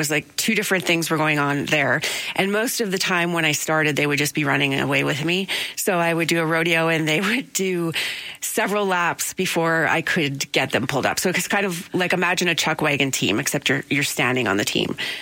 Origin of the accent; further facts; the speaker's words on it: Niagara, Ontario, Canada; where I grew up in Niagara.